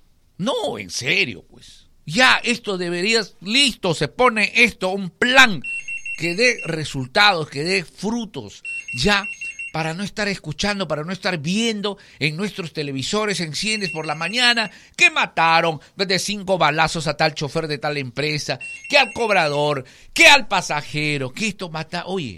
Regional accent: Peru

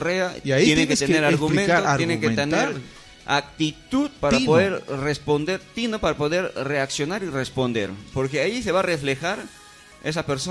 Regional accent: Pólvora, San Martín, Peru; also born or lived in Tocache; donde yo voto en Pólvora, soy de Pólvora y de Tocache

